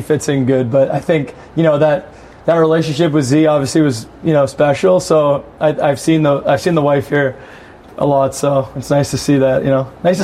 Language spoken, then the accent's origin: English; Toronto, Ontario, Canada; I just think that, like, growing up in Toronto area, like, there's just so much hockey av